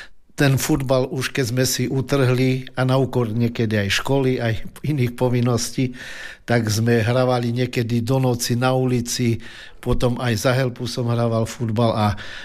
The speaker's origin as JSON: {"language": "Slovak", "town": "Helpa", "region": "Banská Bystrica Region", "country": "Slovakia", "tie": "born or raised there", "said": "v mojej rodnej dedine v Helpe"}